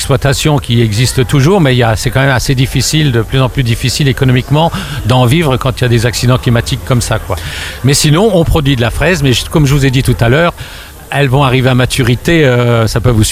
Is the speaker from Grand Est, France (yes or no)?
yes; Grand Est, France; on vient pour se présenter, on vient de la Meuse, en Lorraine. Et donc, on est producteur à la base de fraises.